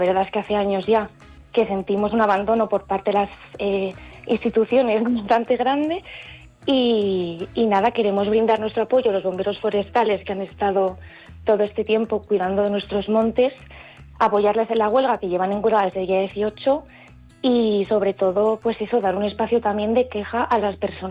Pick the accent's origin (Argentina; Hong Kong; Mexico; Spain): Spain; Jaca, Aragon; Yo soy de Jaca y mi pueblo afectado es Bernués